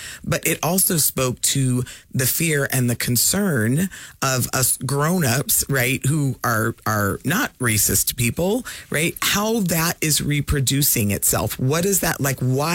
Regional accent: Alaska, United States; moved away as an adult; also born or lived in East Coast; I grew up in this place. I received an education in this place. I received opportunity in this place.

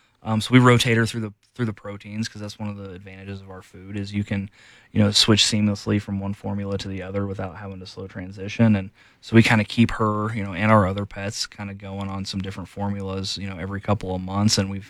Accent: Derby, Kansas, United States; also born or lived in Idaho / Utah / California / Michigan; now in Colorado, United States; Yep, I'm originally from the booming metropolis of Derby, Kansas, just south of Wichita.

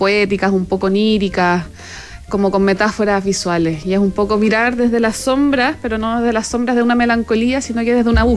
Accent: Puerto Montt, Los Lagos, Chile; born there; also born or lived in Santiago; now in Valdivia, Chile; Puerto Montt, porque también tengo una historia personal de infancia en Puerto Montt. Valdivia, porque es mi ciudad natal hoy en día, donde vivo. Y Santiago, porque también tiene parte de mi historia.

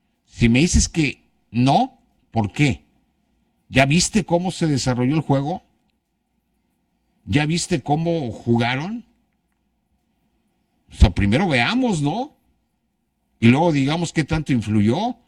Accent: Mexico

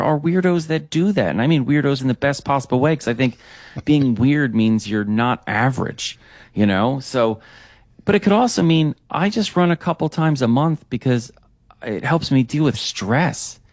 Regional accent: New Jersey, United States; I grew up in New Jersey, so there's a really rich track and field cross-country heritage there. Obviously, we're right near Philly

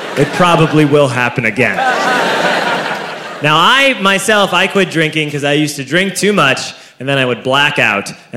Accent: Ireland; You know, I'm Irish, and Irish people, they don't tell you a thing.

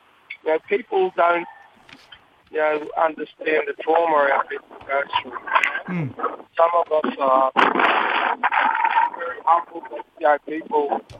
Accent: Tullamulla, Queensland, Australia; I'm from Tullamulla, southwest Queensland, but I've operated out of Brisbane and north Queensland and nationally in our resistance for the last 40 years, 50 years.

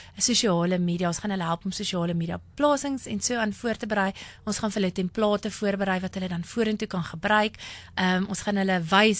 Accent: Pretoria, Gauteng, South Africa; ek is nou van Pretoria

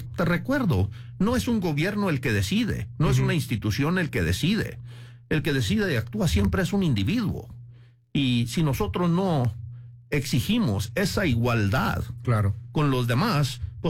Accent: Chihuahua, Mexico; born there; Yo nací en Chihuahua y pues realmente me considero un mexicano.

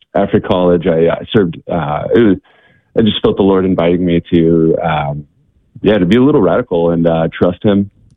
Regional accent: Kansas, United States; So I'm originally from Kansas, so that's where I grew up. Went to University of Kansas, grew up Catholic

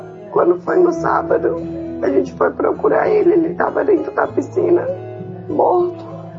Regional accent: Florianópolis, Santa Catarina, Brazil; sou de Florianópolis e não sou convertida.

